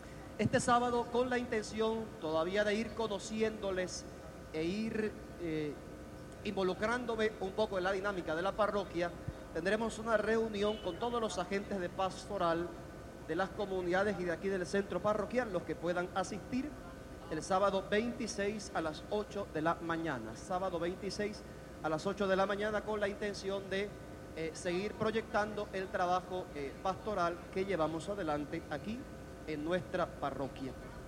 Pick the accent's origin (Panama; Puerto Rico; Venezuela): Panama; Agua Buena, Los Santos; Soy oriundo de una comunidad vecina de aquí del distrito de Macaracas, soy oriundo de Aguabuena de los Santos